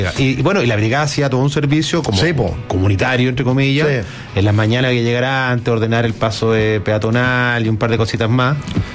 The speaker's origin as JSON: {"language": "Spanish", "town": "La Ligua", "region": "Valparaíso", "country": "Chile", "tie": "born there", "said": "Cuando chico desfilaba en la Ligua."}